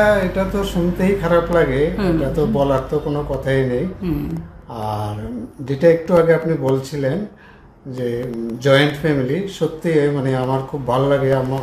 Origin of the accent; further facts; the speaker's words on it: Sonamura, Tripura, India; born there; moved away as an adult; now in Udaipur, India; আমার বাড়িও সোনামুড়ার খাসচুমড়ি গ্রামে।